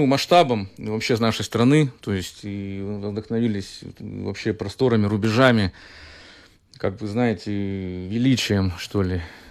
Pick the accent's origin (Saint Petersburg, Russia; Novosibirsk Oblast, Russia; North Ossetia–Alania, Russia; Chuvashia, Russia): Novosibirsk Oblast, Russia; Novosibirsk; Вы знаете, мы же сами из Новосибирска